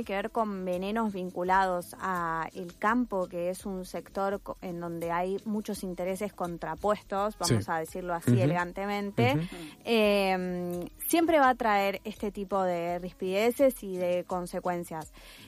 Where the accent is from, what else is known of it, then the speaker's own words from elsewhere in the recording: Luján, Buenos Aires Province, Argentina; Yo soy de Luján, que también es pueblo fumigado